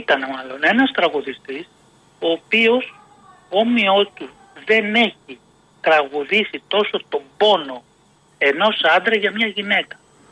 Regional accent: Kallithea, Attica, Greece; moved away as an adult; also born or lived in Egaleo / Nea Smyrni / Ilion; now in Mandra, Greece; Εκεί πέρασα τα παιδικά μου χρόνια. 2 ετών έφυγα από το Εγάλεο. Έζησα στην Καλλιθέα μέχρι και τα. Έζησα συνολικά 33 χρόνια.

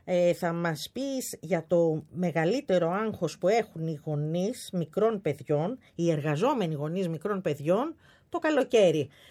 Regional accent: Greece; Εγώ είμαι Ελληνίδα μάνα.

